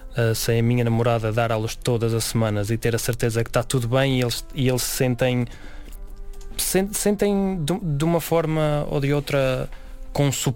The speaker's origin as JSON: {"language": "Portuguese", "town": "Celorico da Beira", "region": "Guarda", "country": "Portugal", "said": "E eu sou de Solurico da Beira, é uma vila pequeníssima, então isso é onde eu me sinto confortável, na tranquilidade, na natureza."}